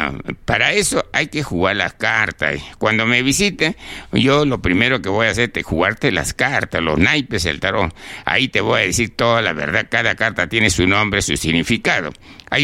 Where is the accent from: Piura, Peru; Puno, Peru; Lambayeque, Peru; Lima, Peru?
Lambayeque, Peru; Chiclayo; Yo soy de Chiclayo, de allá del norte.